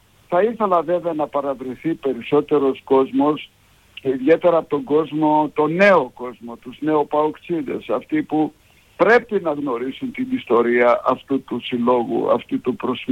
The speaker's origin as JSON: {"language": "Greek", "country": "Greece", "said": "Αισθανόμουν υπερήφανος που είμαι Έλληνας, που είμαι πρόσφυγας, που είμαι ελληνικό αίμα."}